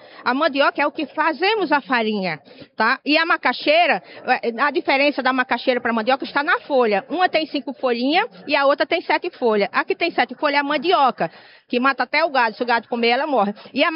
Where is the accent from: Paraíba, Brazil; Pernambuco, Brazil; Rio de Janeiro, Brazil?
Paraíba, Brazil; Olha, um abraço pra minha grande Paraíba. Minha Paraíba, te amo de verdade. Sou nordestina!